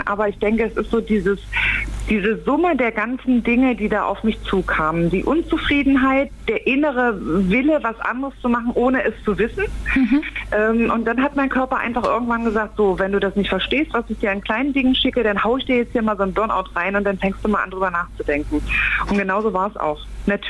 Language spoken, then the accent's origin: German; East Germany, Germany; Ich bin ein Kind des Ostens